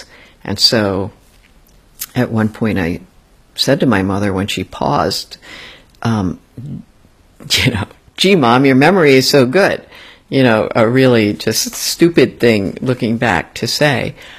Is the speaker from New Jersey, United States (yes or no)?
yes; New Jersey, United States; born or raised there